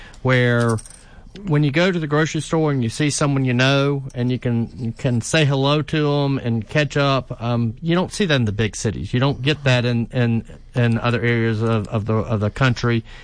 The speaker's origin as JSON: {"language": "English", "town": "Shreveport", "region": "Louisiana", "country": "United States", "tie": "born or raised there", "said": "Well, I grew up here in Shreveport-Bossier, grew up in Wilder Place, close to Byrd High School."}